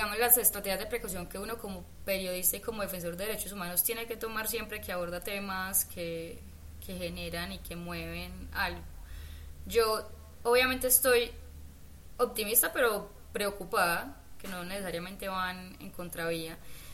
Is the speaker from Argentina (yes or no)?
no; Medellín, Antioquia, Colombia; yo crecí en la Universidad de Antioquia, literalmente crecí, mi mamá trabajaba allá, yo, mi vida fue toda la UdeA